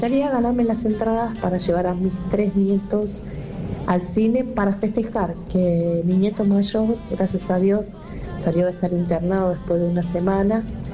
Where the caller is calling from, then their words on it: José León Suárez, Buenos Aires Province, Argentina; de José Luis Suárez.